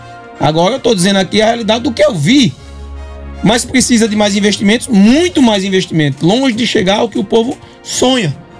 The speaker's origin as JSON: {"language": "Portuguese", "region": "Northeast Region", "country": "Brazil", "said": "Nós que somos nordestinos"}